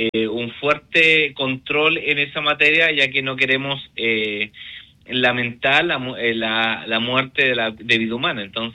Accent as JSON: {"language": "Spanish", "country": "Chile", "said": "nuestra identidad como chileno"}